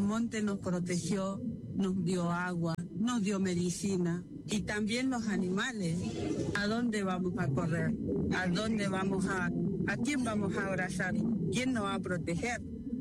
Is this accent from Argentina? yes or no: yes; Rosario, Santa Fe, Argentina; vengo de Rosario, soy de la comunidad Qom.